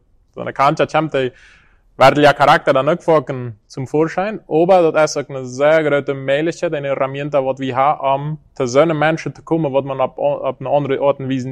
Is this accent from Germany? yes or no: no; Yalve Sanga, Boquerón, Paraguay; also born or lived in Filadelfia; Ich bin von Philadelphia, von Fernheim. Abgewachsen, den geraten Teil von meiner Kindheit in Yalvasanga verbracht. Meine Eltern waren da als Missionare, als Lehrer.